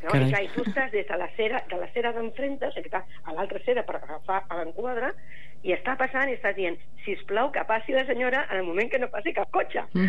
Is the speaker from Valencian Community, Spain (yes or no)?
no; Sabadell, Catalonia, Spain; now in Castellar del Vallès, Spain; No, jo soc de Sabadell, però els dos vivim a Castellà